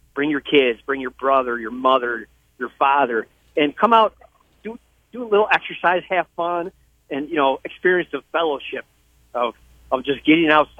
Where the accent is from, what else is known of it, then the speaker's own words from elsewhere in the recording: Kendall, New York, United States; So my hometown of Kendall